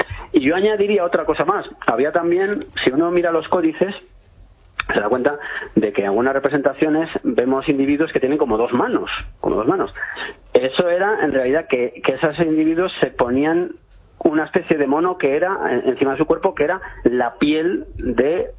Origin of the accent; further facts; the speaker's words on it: Cuenca, Castilla-La Mancha, Spain; En mi pueblo, en Cuenca estoy.